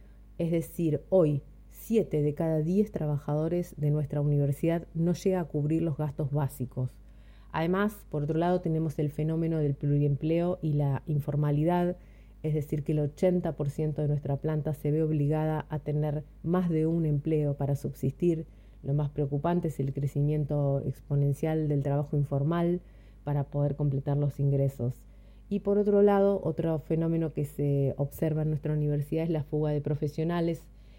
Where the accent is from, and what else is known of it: Argentina